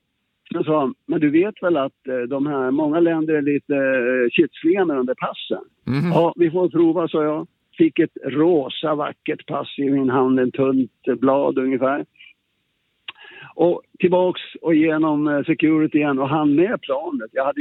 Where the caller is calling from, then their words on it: Sweden; Hon jobbade utomlands och jag var hemma i Sverige.